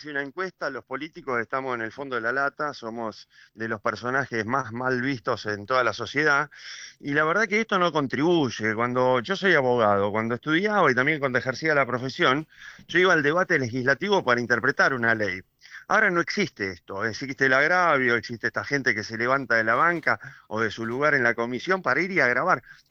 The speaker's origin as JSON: {"language": "Spanish", "region": "Río Negro", "country": "Argentina", "said": "Pero también yo soy de Río Negro, intervino en violación de domicilio en campos rionegrinos"}